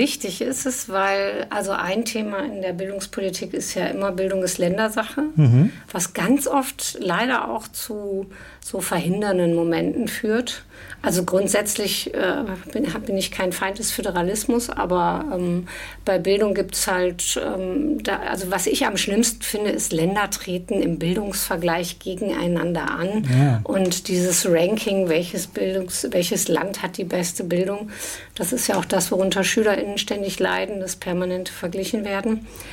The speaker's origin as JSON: {"language": "German", "region": "West Germany", "country": "Germany", "tie": "born or raised there", "said": "ich bin in Westdeutschland groß geworden und für mich war, also meine Eltern waren auch eher sehr links"}